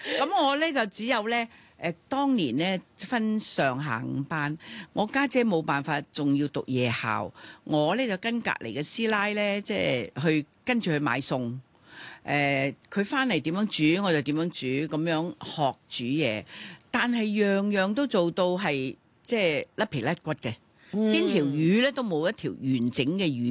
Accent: Hong Kong; born there; also born or lived in Guangzhou, China; 在广州的时候我在广州出世长大。但是一到8岁落到香港

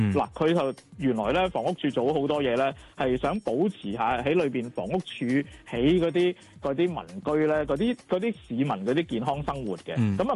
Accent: Hong Kong; 跨境婚姻咧係我哋香港人結婚嘅主流嚟喎

